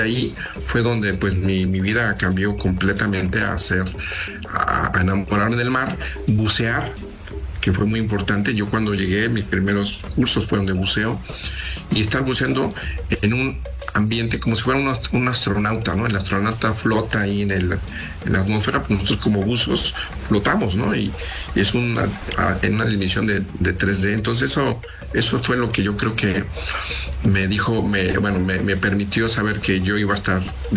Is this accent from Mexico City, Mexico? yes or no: yes; Mexico City, Mexico; moved away as an adult; now in La Paz, Mexico; aunque soy de la Ciudad de México, pero hace 60 años cuando fui pequeño